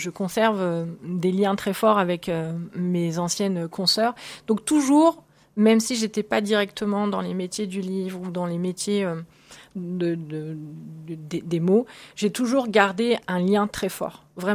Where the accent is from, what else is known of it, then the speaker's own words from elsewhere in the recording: Niort, Nouvelle-Aquitaine, France; born there; Je suis née à Niort